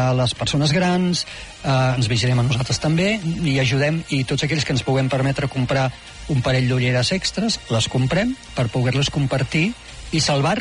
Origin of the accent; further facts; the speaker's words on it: Tarragona, Catalonia, Spain; born there; que t'haig de dir molt orgull, que és la meva ciutat natal, que Tarragona ho està fent